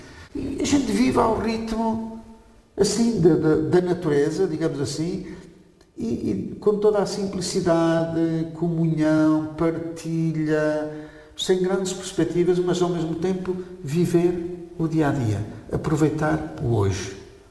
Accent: Lamego, Norte, Portugal; moved away as an adult; eu sou da Diocese de Lamego, a Diocese de Lamego tem 2.500 quilómetros quadrados

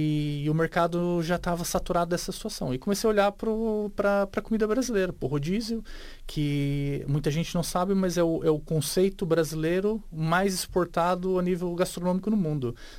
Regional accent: São Bernardo do Campo, São Paulo, Brazil; moved away as an adult; also born or lived in Itariri, Brazil; now in Portugal; Nasci em São Bernardo do Campo, faz parte do Grande ABC, e o Grande ABC é zona periférica de São Paulo. Cresci ali até os meus 17 anos, depois fui morar para o litoral de São Paulo, uma cidade que se chamava Itariri, uma cidade ao lado do litoral, e fui viver lá até os meus 24 anos

